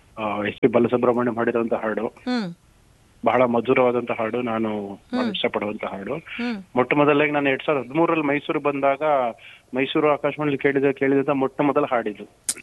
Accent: Tumkur district, Karnataka, India; born there; also born or lived in Chikmagalur; now in Mysore, India; ಸ್ವಂತ ಬಂದ್ಬಿಟ್ಟು ತುಮಕೂರು ಜಿಲ್ಲೆ ಪಾವಗಡ ತಾಲೂಕು ಕೆ ಸೇವಲಾಲ್ಪುರ ಅಂತ ಹೇಳಿ ಒಂದು ಗ್ರಾಮ ಮೇಡಮ್. ಈಗ ಮೈಸೂರಿನಲ್ಲೇ ಓದಿ ಮೈಸೂರಲ್ಲಿ ಸದ್ಯ ವಾಣಿಜ್ಯ ತೆರಿಗೆ ಇಲಾಖೆನಲ್ಲಿ ಕರ್ತವ್ಯ ನಿರ್ವಹಿಸ್ತಾ ಇದೀನಿ.

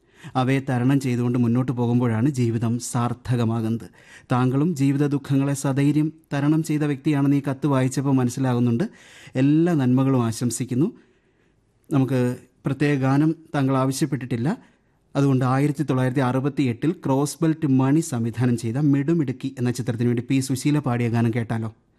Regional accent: Chanthavila, Kerala, India; ഞാൻ ജനിച്ചു വളർന്നത് ചന്തവിളയാണ്. ചന്തവിളയിൽ ചെലവഴിച്ച ബാല്യകാലത്ത് ആകാശവാണിയിലെ രഞ്ജിനി പരിപാടികളുടെ സ്ഥിരം ശ്രോതാവായിരുന്നു ഞാൻ.

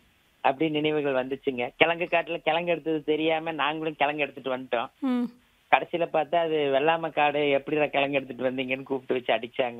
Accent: Ooty, Tamil Nadu, India; now in Coimbatore district, India; நான் பிறந்து வளர்ந்தது எல்லாமே ஊட்டி தாங்க.

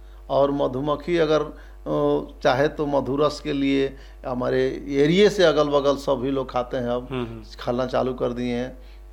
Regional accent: Garhwa district, Jharkhand, India; और हम लोग गढ़वा जिला का ही हो करके

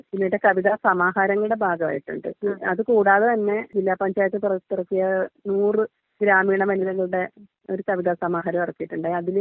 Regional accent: Karunagappally, Kerala, India; moved away as an adult; now in Mulavukad, India; എന്റെ നാട് ശരിക്കും കരുനാഗപ്പള്ളിയാണ്.

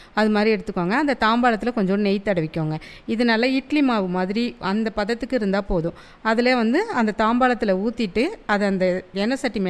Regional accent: Thenkudi, India; தென்குடி தான் சார்.

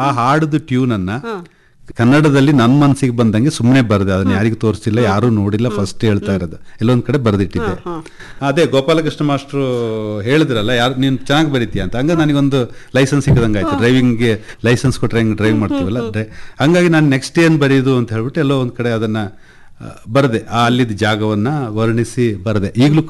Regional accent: Kodagu, Karnataka, India; ನಮ್ಮ ಊರಲ್ಲಿ, ನಮ್ಮ ಕೊಡಗಿನಲ್ಲಿ

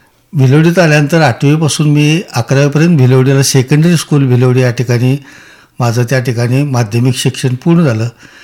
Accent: Kini, Maharashtra, India; माझं मूळ गाव किणी आहे.

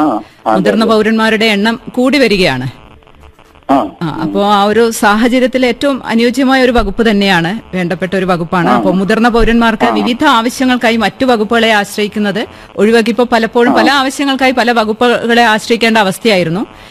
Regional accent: Kannur, Kerala, India; നമ്മൾ കണ്ണൂർക്കാരുടെ ഭാഷയിൽ പറഞ്ഞാൽ.

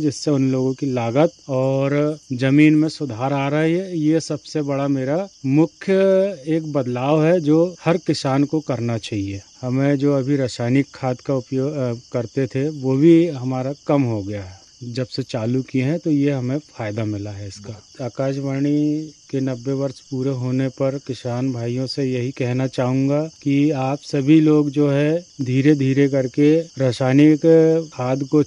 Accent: Bangaon, Madhya Pradesh, India; मैं ग्राम बनगांव से हूँ, जिला छिंदवाड़ा।

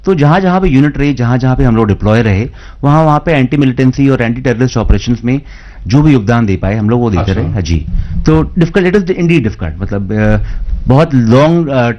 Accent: Lucknow, Uttar Pradesh, India; मैं मूलतः लखनऊ का रहने वाला हूं and I come from academically oriented family

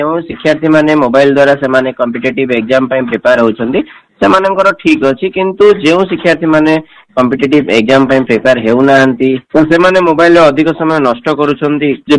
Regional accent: Berhampur, Odisha, India; ମୁଁ ବରହମପୁର ନିବାସୀ ଅଟେ।

